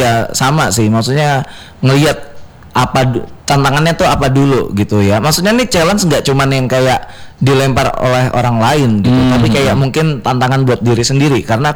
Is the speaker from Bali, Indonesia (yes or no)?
no; Samarinda, East Kalimantan, Indonesia; moved away; aku ya orang Jawa tapi gak bisa bahasa Jawa yang fluent karena tinggal besarnya kan di Samarinda